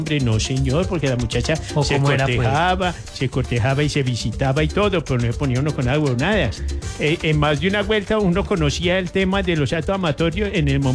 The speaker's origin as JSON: {"language": "Spanish", "country": "Colombia", "said": "Yo vengo de Colombia"}